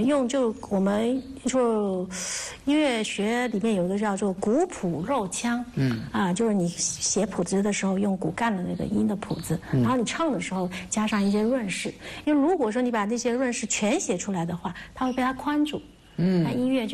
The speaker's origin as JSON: {"language": "Chinese", "region": "Fujian", "country": "China", "tie": "born or raised there", "said": "然后我们那个村里面上课的时候都用本地话讲，所以我小时候就是讲本地话。其实上中学的时候还会因为自己老是讲本地话而感到自卑"}